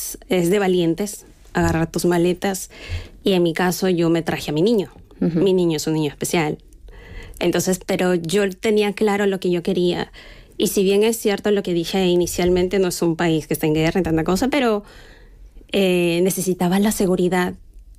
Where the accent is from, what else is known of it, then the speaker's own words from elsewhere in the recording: Lima, Peru; now in Spain; Soy de Lima, de la capital.